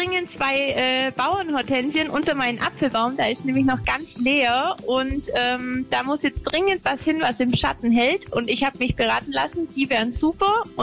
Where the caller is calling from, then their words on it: Bavaria, Germany; Ich rufe aus Bayern an.